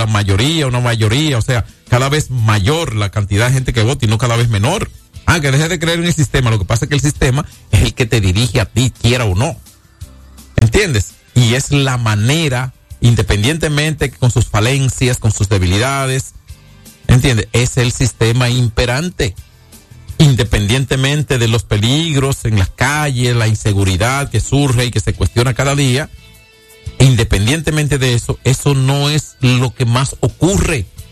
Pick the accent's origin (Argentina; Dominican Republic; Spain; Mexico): Dominican Republic